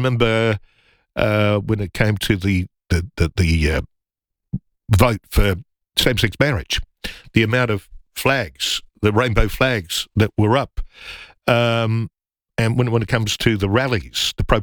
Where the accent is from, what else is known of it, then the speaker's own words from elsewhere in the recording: Australia; But I'm biased because I'm Australian and I was born here.